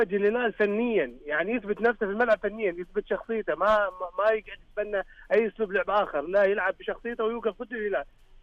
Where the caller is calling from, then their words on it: Al-Ahsa, Eastern Province, Saudi Arabia; انا حساوي